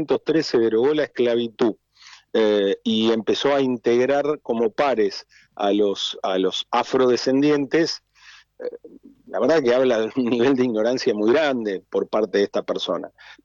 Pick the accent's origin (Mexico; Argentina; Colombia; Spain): Argentina; born there; Yo me formé y me crié en la comunidad española y manteniendo esa identidad, más allá que también tengo algún abuelo italiano, pero la mayoría fue española